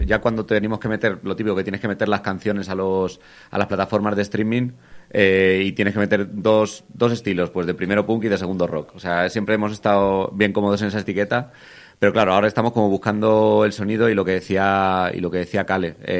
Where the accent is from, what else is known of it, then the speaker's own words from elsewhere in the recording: Madrid, Community of Madrid, Spain; somos de Madrid y precarios.